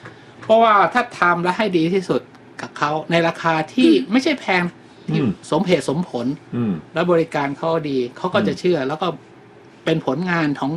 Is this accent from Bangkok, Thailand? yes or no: yes; Bangkok, Thailand; เด็กเทพเช้าไปเย็นกลับเพราะบ้านผมอยู่กรุงเทพตรงสังเกตเช้าไปเย็นกลับ